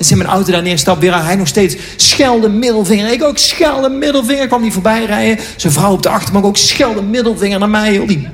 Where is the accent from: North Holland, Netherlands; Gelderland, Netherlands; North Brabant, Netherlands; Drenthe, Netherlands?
North Brabant, Netherlands; Eindhoven; Ik kan dat niet, want ik ben opgegroeid in Eindhoven. Daar heb je ruimte zat. Daar doet niemand dat.